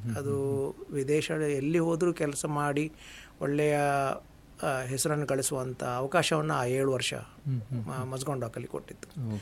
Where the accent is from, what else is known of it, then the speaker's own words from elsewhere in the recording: Dandeli, Karnataka, India; born there; moved away as an adult; also born or lived in Thumbe, Bantwal taluk / Surathkal; ಹುಟ್ಟಿದ್ದು ಇಲ್ಲಿ ಬಂಟ್ವಾಳ ತಾಲೂಕಲ್ಲಿ, ತುಂಬೆ ಅಂತ ಹೇಳೋ ಪ್ರದೇಶದಲ್ಲಿ. ಆದರೆ ಬೆಳೆದದ್ದು 7ನೇ ತರಗತಿಯವರೆಗೆ ದಾಂಡೇಲಿ ಅಂತ ಹೇಳುವ ಪ್ಲೇಸಲ್ಲಿ.